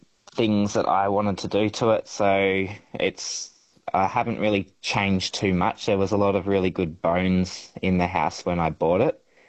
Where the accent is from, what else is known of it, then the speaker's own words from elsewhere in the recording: Canberra, Australian Capital Territory, Australia; moved away; also born or lived in Kalgoorlie; I'm originally from Canberra, so very different climatic conditions to Canberra.